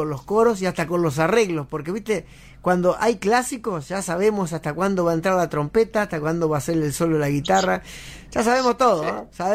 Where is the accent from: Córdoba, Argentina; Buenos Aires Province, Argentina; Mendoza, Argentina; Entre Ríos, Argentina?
Entre Ríos, Argentina; María Grande; mira, yo soy de María Grande, Entre Ríos. Estoy a 60 kilómetros de la ciudad de Paraná.